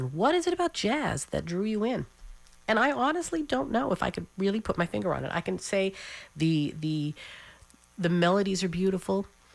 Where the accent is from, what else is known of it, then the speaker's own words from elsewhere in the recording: Newfoundland and Labrador, Canada; growing up in Newfoundland in the 80s, 70s, and 80s, you know, I was very much influenced by the pop music of the day, but certainly by the folk music of Newfoundland.